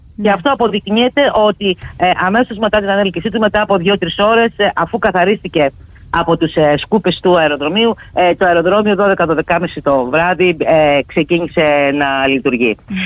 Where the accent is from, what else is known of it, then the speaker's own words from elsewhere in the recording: Greece; now in Zakynthos, Greece; Πραγματικά νιώθω περήφανη πρώτα σαν Ελληνίδα